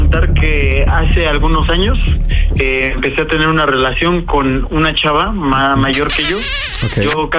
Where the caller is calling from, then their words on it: Mexico City, Mexico; Tengo 28 años y somos de acá de Azcapotzalco, de la Ciudad de México